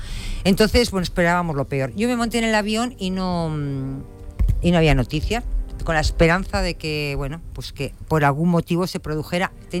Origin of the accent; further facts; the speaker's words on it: Bilbao, Basque Country, Spain; Yo, como vasca que soy de Bilbao